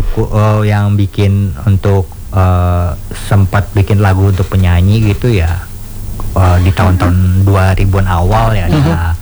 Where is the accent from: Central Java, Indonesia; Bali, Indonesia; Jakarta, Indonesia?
Jakarta, Indonesia; Asli dari Mas, Jakarta Indonesia